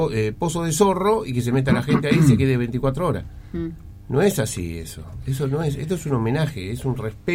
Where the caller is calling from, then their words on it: Argentina; lo digo como argentino y aparte como persona que ha estado en el conflicto